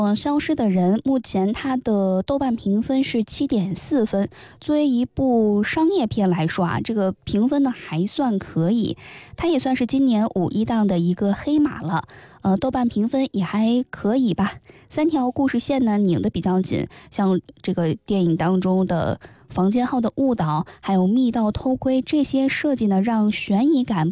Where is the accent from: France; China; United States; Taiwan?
China; northern China; 我们作为北方人听不懂这个潮汕方言